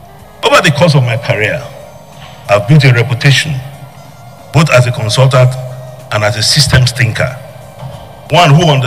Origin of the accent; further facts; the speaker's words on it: Nigeria; also born or lived in Oyo / Ogbomosho; I come before you as a Nigerian